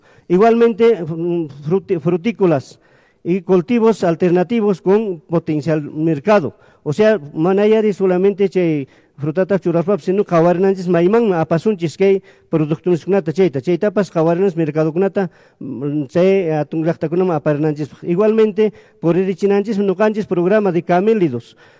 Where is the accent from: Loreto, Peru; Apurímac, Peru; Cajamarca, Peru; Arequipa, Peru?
Apurímac, Peru; Haquira district; también soy del distrito de Akira, donde estamos.